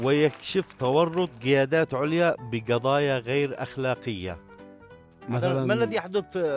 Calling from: Aden, Yemen

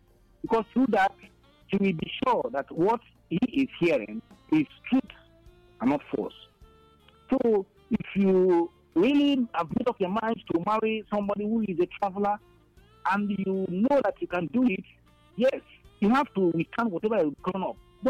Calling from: Enugu, Enugu State, Nigeria; I'm calling from Enugu.

